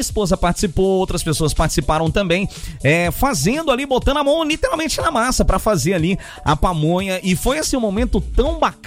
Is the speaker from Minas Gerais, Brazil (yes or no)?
yes; Minas Gerais, Brazil; now in Goiânia, Brazil; como um bom mineirinho